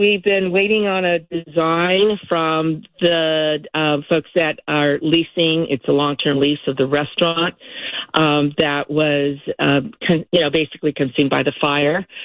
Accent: Oceanside, California, United States; I was born and raised in Oceanside, so I graduated from high school in the 1974. And there were maybe 30, 40,000 people back then.

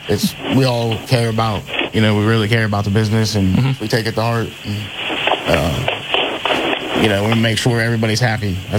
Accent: Rochester, United States; Grew up in Rochester.

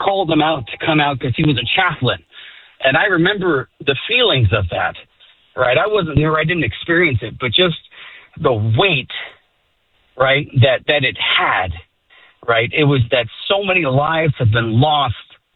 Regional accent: United States; now in Sacramento, United States; I am not an expatriate. I love my country very much, right? I love America. That is my hometown. That is my homeland, right? I am an American. I bleed red, white, and blue.

